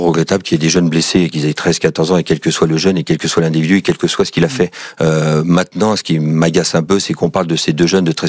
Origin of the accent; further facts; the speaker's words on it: Île-de-France, France; Je suis issu de Seine-Saint-Denis, du 93. Mes parents y habitent toujours dans des cités HLM.